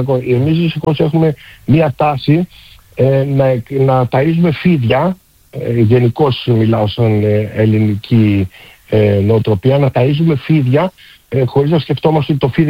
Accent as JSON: {"language": "Greek", "country": "Australia", "said": "Εγώ από τη δική μου πλευρά και ως Ελληνοαυστραλός θα ήθελα, επειδή η ελληνική κοινότητα έχει προσφέρει επί δεκαετίες στην κοινωνία"}